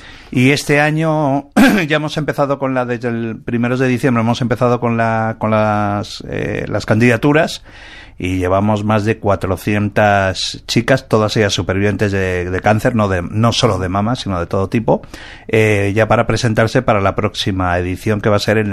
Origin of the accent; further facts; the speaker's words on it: Bilbao, Basque Country, Spain; Soy de Bilbao